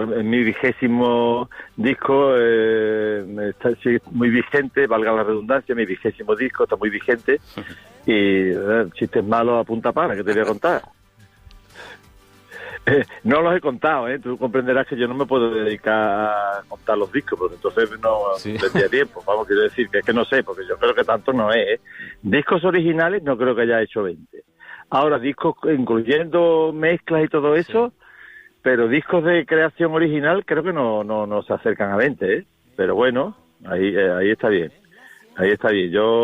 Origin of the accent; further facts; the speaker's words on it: Andalusia, Spain; Yo no me considero tan flamenco como andaluz